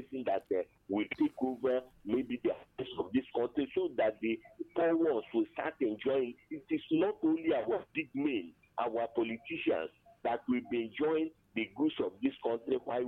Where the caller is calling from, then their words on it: Enugu State, Nigeria; I'm calling from Panikenugu.